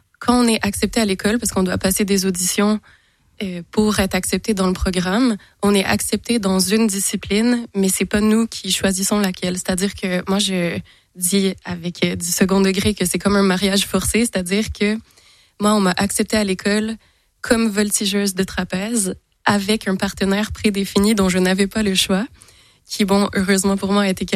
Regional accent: Châteauguay, Quebec, Canada; moved away as an adult; also born or lived in Montreal; now in Besançon, France; Châteauguay, j'ai quand même grandi devant la rivière

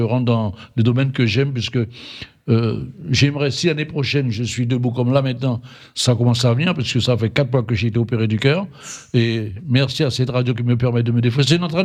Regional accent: French Guiana; Comme je dis, je suis Guyanais.

